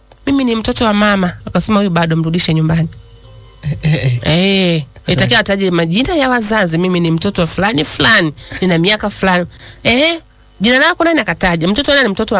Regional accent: Mbeya, Tanzania; Mimi nimetokea Mbeya

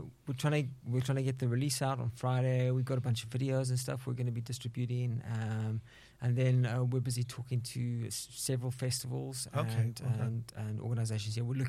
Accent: South Africa; I remember, as a South African jazz musician

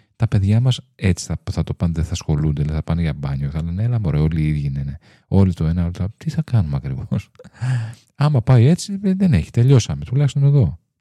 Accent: Greece

